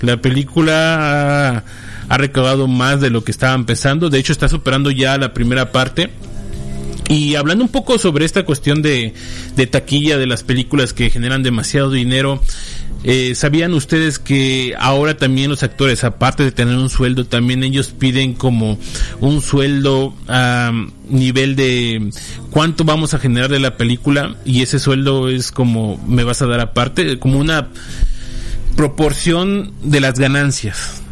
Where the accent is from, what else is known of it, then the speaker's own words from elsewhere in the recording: Mexico; que a los mexicanos nos da la gana nacer en donde sea, ¿no? Pero pues somos mexicanos.